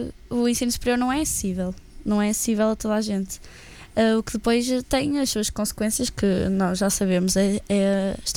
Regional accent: Espinho, Norte, Portugal; moved away as an adult; now in Coimbra, Portugal; eu também venho de Espinho, onde não há tanta... não há tanta opção por onde escolher.

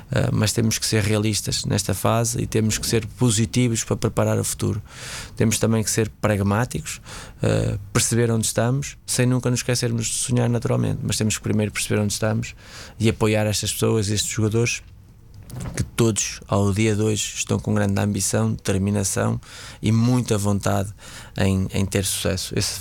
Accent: Norte, Portugal; Eu sou do Norte, aquele ambiente para mim é o nosso cada dia

